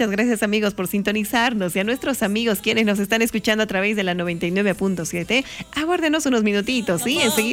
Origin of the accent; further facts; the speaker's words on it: Oruro, Bolivia; Pero claro, sí, soy de Oruro.